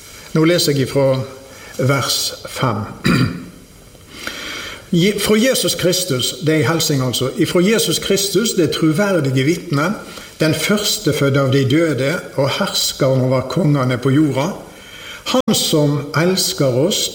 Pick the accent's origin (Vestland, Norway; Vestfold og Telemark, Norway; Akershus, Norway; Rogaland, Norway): Vestland, Norway; Osterøy; born there; Jeg er født på Osterøyna, det er fødsel nummer 1. Jeg er født på et bedehus